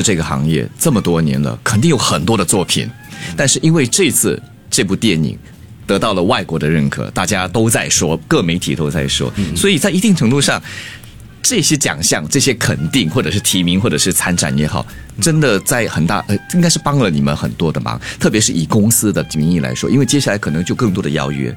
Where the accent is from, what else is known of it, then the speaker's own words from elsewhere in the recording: Singapore; 我们新加坡人也这么厉害。